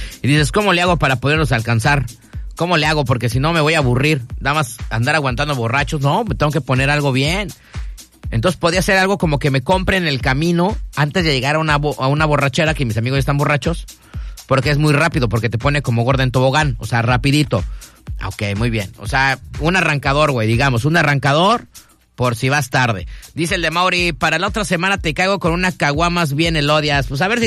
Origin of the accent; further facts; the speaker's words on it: Mexico City, Mexico; Soy chilanga banda.